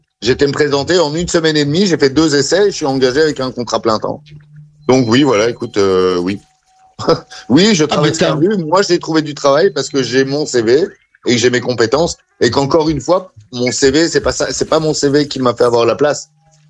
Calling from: Belgium; T'as pas compris que j'étais en France en vacances et que j'habite en Belgique, non?

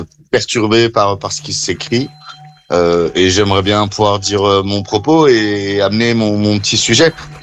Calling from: Belgium; je rentre en Belgique

